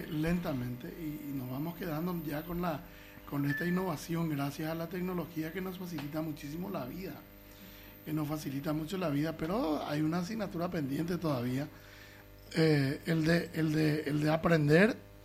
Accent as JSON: {"language": "Spanish", "country": "Paraguay", "said": "nosotros lo vivenciamos acá como paraguayo."}